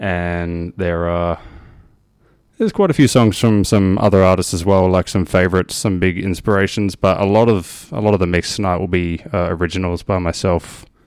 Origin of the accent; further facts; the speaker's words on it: Northern Territory, Australia; moved away as an adult; now in Adelaide, Australia; I'm not actually from Adelaide. I'm from Northern Territory. I moved to Adelaide in 2022, end of May.